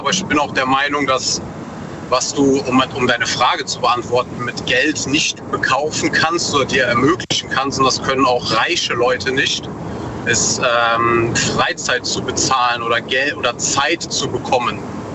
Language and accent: German; North Rhine-Westphalia, Germany; Aus der Eifel, aus NRW.